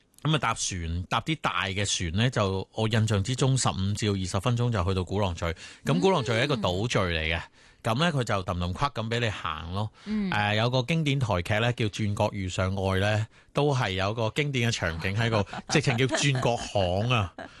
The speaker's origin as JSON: {"language": "Cantonese", "country": "Hong Kong", "said": "我哋香港人"}